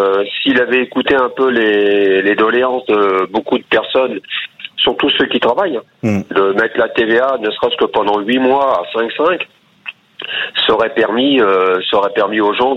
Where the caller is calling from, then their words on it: Normandy, France; De la Madeleine-Loncourt, dans l'Eure